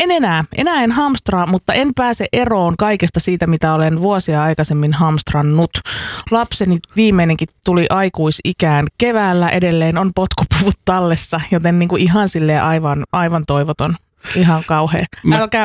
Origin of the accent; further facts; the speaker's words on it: Espoo, Uusimaa, Finland; No mä oon Espoosta, eli sieluttomien kaupungista